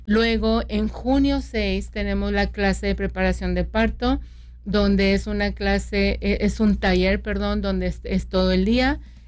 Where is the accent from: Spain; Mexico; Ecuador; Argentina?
Mexico; San Luis Potosí; now in United States; Yo soy inmigrante, soy de San Luis Potosí, México.